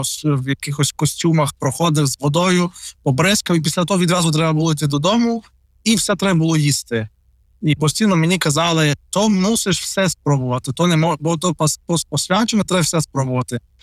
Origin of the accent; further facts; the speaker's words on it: Khust, Zakarpattia Oblast, Ukraine; first language Russian; Ukrainian is a second language; я народився в місті Куст, що є теж на Закарпатті, у 1995 році, мені зараз 31 рік, і я виростав у сім'ї, у звичайній кузькій сім'ї, що цікаво по материнській лінії, то у мене предки росіяни, а по батьківській у мене предки угорці.